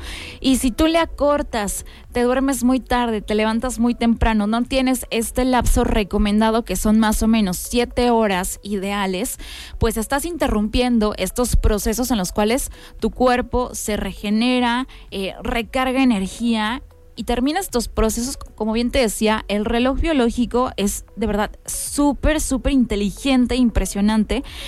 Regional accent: Mexico; Esto que también como mexicanos, oye, nosotros aplicamos y bastante.

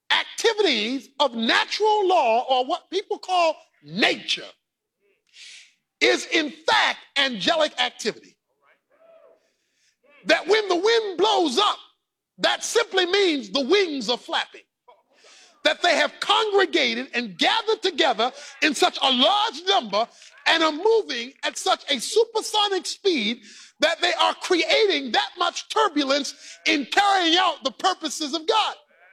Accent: Baltimore, Maryland, United States; When I was growing up in Baltimore, Maryland, every weekend I'd go visit my grandmother who lived on Fulton Avenue

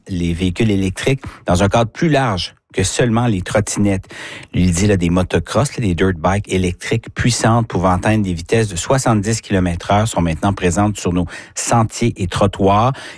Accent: New Brunswick, Canada; chez nous, au Nouveau-Brunswick

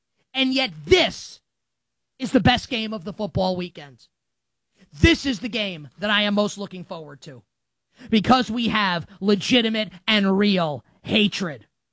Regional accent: New York, United States; I grew up in New York.

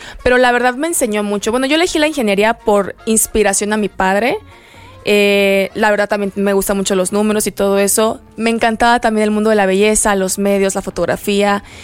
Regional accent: Chiapas, Mexico; now in Mexico City, Mexico; porque bueno, no sé si sepan, pero yo soy chiapaneca. Okay. Llevo 2 años acá

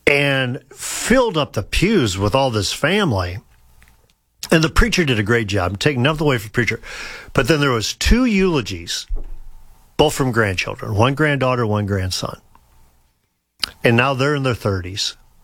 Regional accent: Sheldon, Iowa, United States; Chuck Hurley and I went up to a funeral in Sheldon, my hometown.

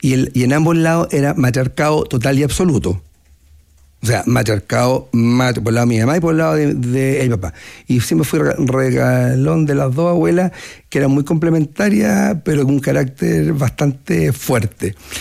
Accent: Temuco, Araucanía, Chile; born there; Yo nací en Temuco.

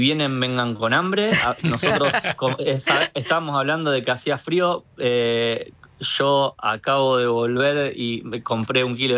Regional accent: Rosario, Santa Fe, Argentina; nosotros como Rosarino

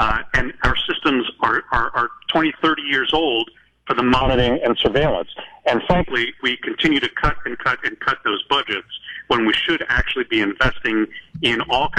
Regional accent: California, United States; But I come from California

